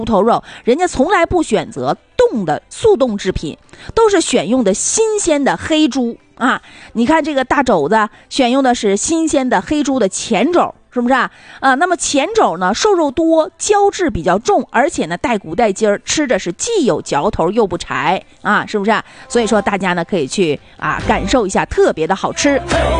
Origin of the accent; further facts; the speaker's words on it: Northeast China, China; 我们东北人